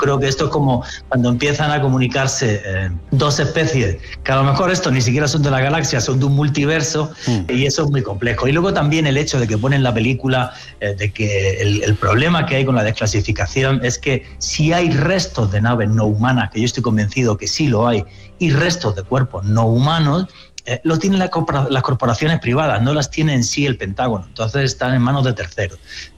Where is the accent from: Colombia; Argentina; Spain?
Spain; pues soy español y tremendamente feliz de poder colaborar contigo